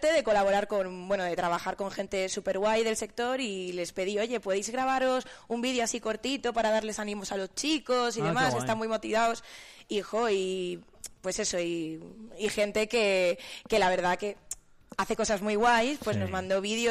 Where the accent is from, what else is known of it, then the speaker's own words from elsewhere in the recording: Alcalá de Henares, Community of Madrid, Spain; moved away as an adult; also born or lived in Granada; now in Soria, Spain; Empecé en Alcalá de Henares, en Madrid, donde me he criado prácticamente